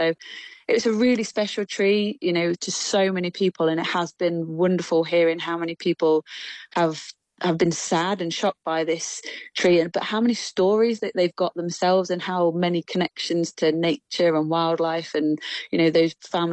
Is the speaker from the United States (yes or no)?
no; Nottingham, East Midlands, United Kingdom